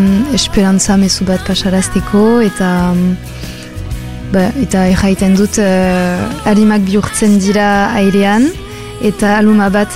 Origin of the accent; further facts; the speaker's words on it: Ustaritz, Nouvelle-Aquitaine, France; bai honan sortu naiz, baina ustaritzen hasi nintzen, nire gurasoekin, aitatxi eta amatxirekin. Eta orain berriz bai honara joan naiz bizitzera, beraz, ustaritzekoa naiz.